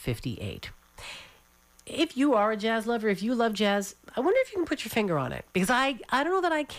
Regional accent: Newfoundland and Labrador, Canada; growing up in Newfoundland in the 80s, 70s, and 80s, I was very much influenced by the pop music of the day, but certainly by the folk music of Newfoundland. I mean, I grew up singing a lot of Newfoundland and Labrador folk songs and Irish folk songs.

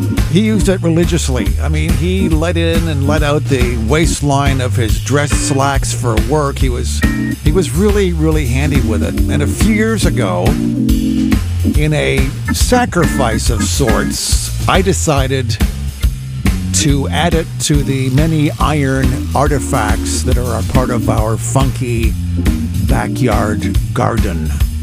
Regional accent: Toronto, Ontario, Canada; Growing up in Scarberia

